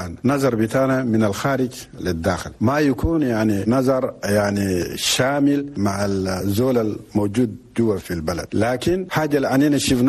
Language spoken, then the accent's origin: Arabic; Chad